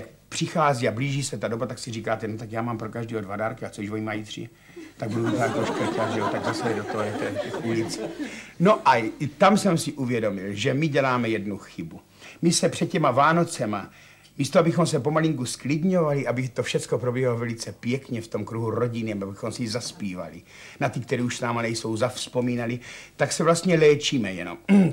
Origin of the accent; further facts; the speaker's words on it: Brno, South Moravian Region, Czechia; also born or lived in Ivančice / Řicmanice; mám tady rodinu, takže já jsem vlastně Brňák pořád.